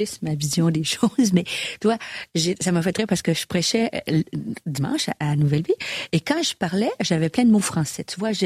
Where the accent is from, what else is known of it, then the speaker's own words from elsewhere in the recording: Quebec, Canada; accent: Quebec French; Parce que dans mon québécois, ils ne comprendraient pas tout le temps.